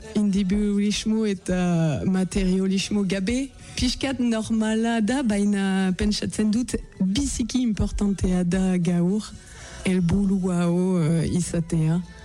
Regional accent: northern France, France; Basque is a second language; moved away as an adult; now in Bayonne, France; baionan bizi naiz, baina Frantzia iparaldekoa naiz, eta duela amar urte baionara eldu nintzen.

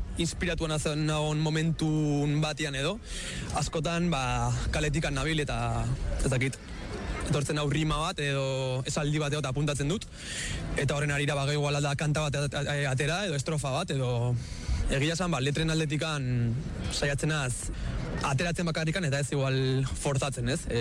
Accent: Oiartzun, Basque Country, Spain; txikitan hasi nintzen ba herriko musika eskolan, Oiartzungo musika eskolan

